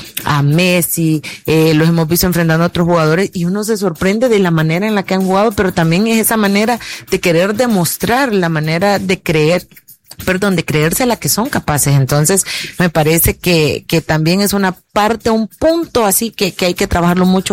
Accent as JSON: {"language": "Spanish", "country": "El Salvador"}